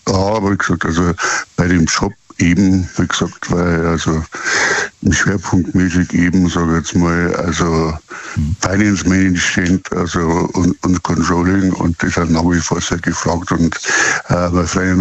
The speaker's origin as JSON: {"language": "German", "town": "Rosenheim", "region": "Bavaria", "country": "Germany", "said": "Also wie gesagt, ich komme aus Rosenheim, sprich aus Bayern."}